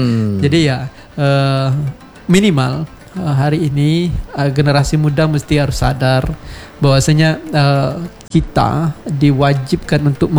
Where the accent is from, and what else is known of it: Riau, Indonesia